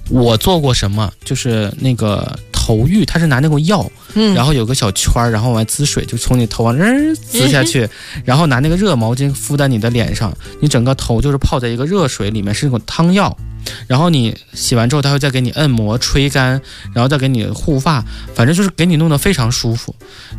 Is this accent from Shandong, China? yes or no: no; Huludao, Liaoning, China; moved away; 希望有更多的朋友有时间也到我的家乡去感受一下天辽地宁山海有情的辽宁葫芦岛的热情。